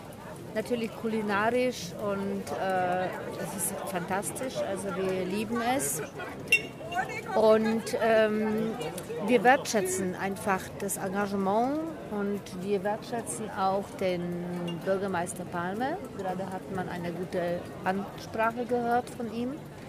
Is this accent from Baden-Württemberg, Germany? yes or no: yes; Kirchheim unter Teck, Baden-Württemberg, Germany; Wir kommen aus Kirchheim-Tech.